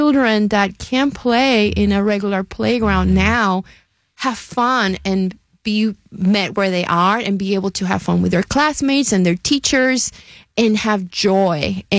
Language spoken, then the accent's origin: English; Carolina, Puerto Rico; moved away as an adult; now in Pittsburgh, United States; I actually grew up in the same town where Roberto Clemente family is from.